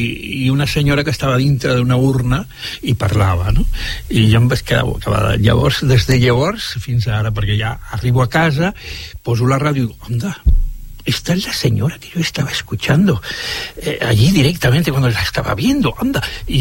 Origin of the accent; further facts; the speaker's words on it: Alcalá de Guadaíra, Andalusia, Spain; born there; vaig néixer a Alcalá de Guadaira, un poble, bueno, és una gran ciutat de Sevilla